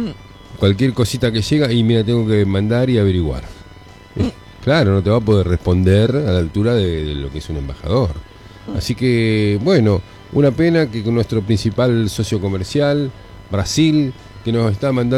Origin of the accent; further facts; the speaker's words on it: Argentina; que yo soy también argentino.